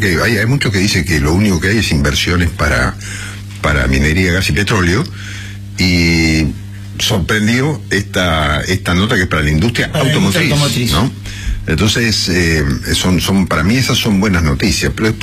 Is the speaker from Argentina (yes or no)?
yes; Argentina